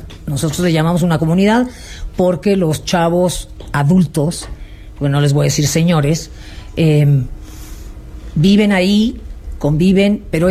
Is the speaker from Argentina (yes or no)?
no; Mexico City, Mexico; born there; also born or lived in Spain / Panama; Mi familia es cubana, sí. Yo nací aquí en este...